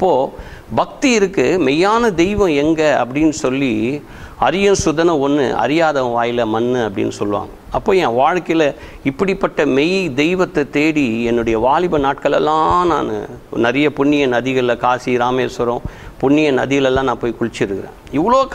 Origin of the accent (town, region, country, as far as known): Chennai, Tamil Nadu, India; born or raised there